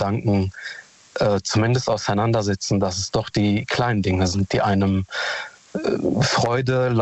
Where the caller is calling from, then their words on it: Hamm, North Rhine-Westphalia, Germany; Hallo Daniel … ich komme aus Hamm.